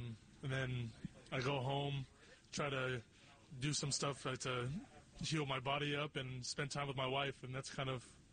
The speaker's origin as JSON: {"language": "English", "region": "Utah", "country": "United States", "tie": "born or raised there", "moved": "yes", "said": "growing up in Utah, we don't have a team, obviously."}